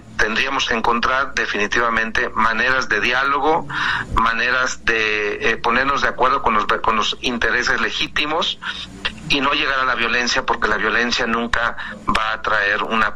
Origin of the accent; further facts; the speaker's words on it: Mexico; creo que como mexicanos tenemos que amar a nuestro país, ¿no?